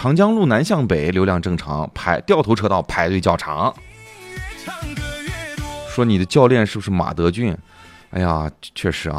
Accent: Xinjiang, China; 我是那个现在那个新疆广辉队，小时候有那个少年儿童班，我在那儿练篮球长大的。

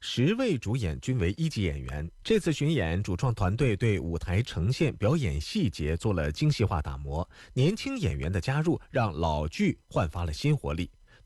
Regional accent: Northeast China, China; 对于咱们东北人来说

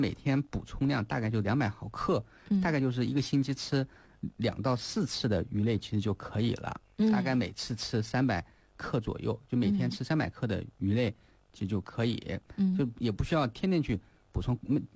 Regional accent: China

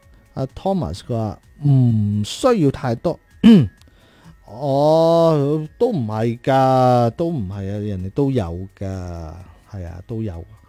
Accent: China; 都好令到大家即係可以好好咁样去过属于我哋中国人自己嘅节日啊。

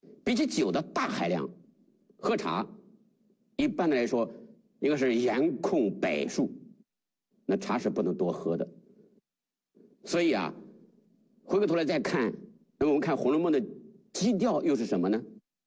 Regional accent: China

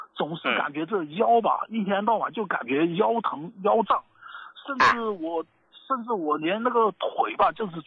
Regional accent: Mianyang, Sichuan, China; 哦，7-8年时间，以前在我们这，因为我是四川绵阳这边的朋友，在我们绵阳这边中心医院，我也治疗过很多次。

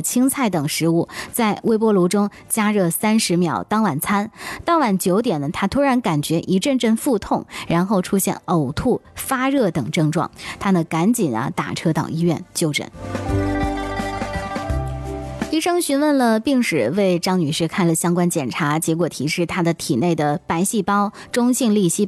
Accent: Jiangsu, China

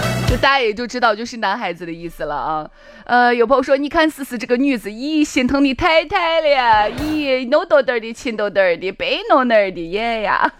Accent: Shaanxi, China; 我们陕西人

